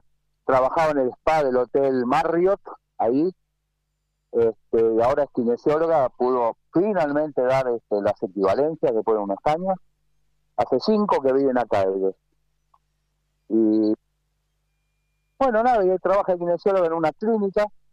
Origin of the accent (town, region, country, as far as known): Buenos Aires, Argentina; born or raised there